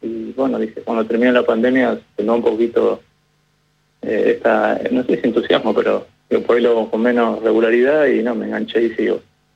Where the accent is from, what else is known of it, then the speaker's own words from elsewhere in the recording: Rosario, Santa Fe, Argentina; yo soy de Rosario, Santa Fe, y vine de vacaciones a Puerto Madryn